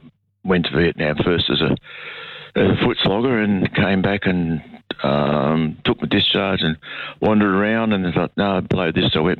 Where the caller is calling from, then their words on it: Sydney, New South Wales, Australia; I'm calling from Toongabbie in Sydney.